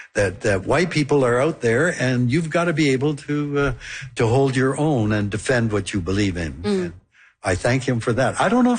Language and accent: English; Canada; The Japanese culture, which, you know, carried over, although my mom and dad were born and raised in Canada, as was I and my sisters